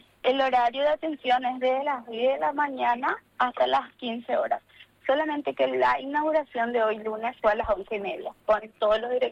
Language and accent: Spanish; Paraguay